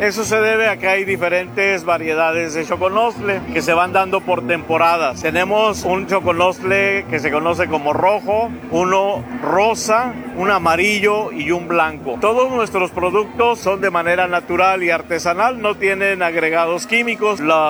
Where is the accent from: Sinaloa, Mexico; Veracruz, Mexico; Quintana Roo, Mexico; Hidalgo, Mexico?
Hidalgo, Mexico; Mixquiahuala; Venimos del municipio de Mixquiahuala, Hidalgo.